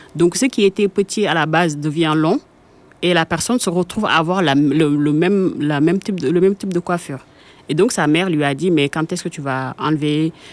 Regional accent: Senegal; en tant que Sénégalais

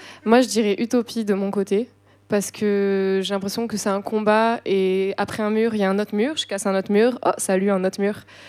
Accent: Landes, Nouvelle-Aquitaine, France; moved away; Moi, je viens des Landes, dans un petit patelin

